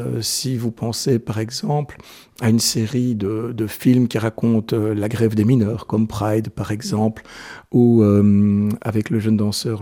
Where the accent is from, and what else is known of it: Namur, Wallonia, Belgium; born or raised there